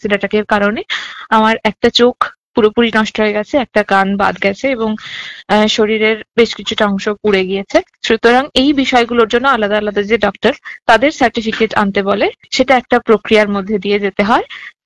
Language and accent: Bangla; Medinipur, West Bengal, India; now in Kolkata, India; আমার বাড়ি যেহেতু মেদিনীপুরে